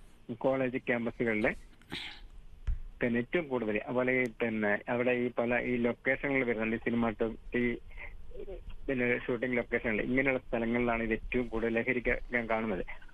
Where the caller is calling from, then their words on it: Taliparamba, Kerala, India; ഞാൻ കണ്ണൂർ തന്നെയാണ്, കണ്ണൂർ തളിപ്പുറമാണ്.